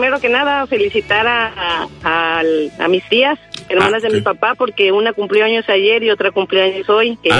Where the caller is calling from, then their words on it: Veracruz, Mexico; De aquí del puerto de Veracruz, de Las Brisas.